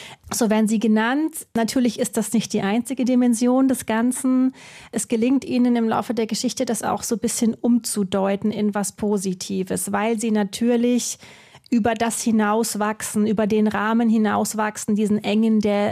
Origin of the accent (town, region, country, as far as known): southwest, Germany